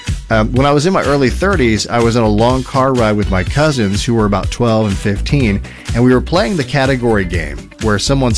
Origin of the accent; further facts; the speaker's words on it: the South, United States; In my hometown, there was an old fruit canning factory, and I lived in the South, so with our accents, it was always called the Cannon Factory.